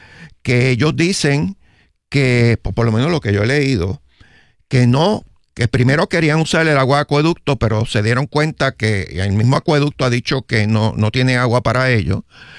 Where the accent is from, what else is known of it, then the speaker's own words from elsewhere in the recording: Puerto Rico; Es que yo nací y me crié aquí. Así que yo soy puertorriqueño. Lo que pasa es que mis abuelos vinieron de Suecia. Pero inclusive mi papá nació aquí.